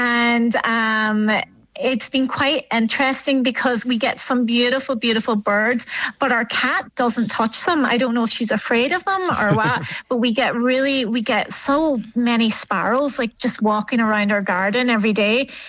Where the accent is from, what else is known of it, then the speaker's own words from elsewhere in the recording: Quigley's Point, County Donegal, Ireland; moved away as an adult; now in Salt Lake City, United States; I'm from Donegal originally.